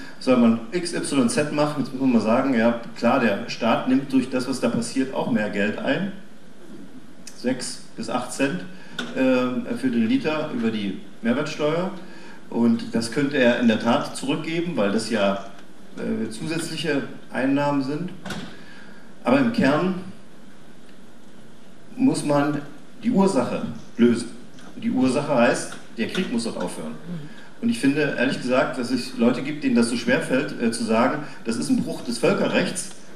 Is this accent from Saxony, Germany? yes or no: yes; Saxony, Germany; Ich komme ja nun aus der Grenzregion und da haben wir über Jahre immer wieder gesagt, es gibt in Pappmannsdorf das große Tanklager. Von dort aus wird das Erzgebirge, und zwar auf beiden Seiten der Grenze, beliefert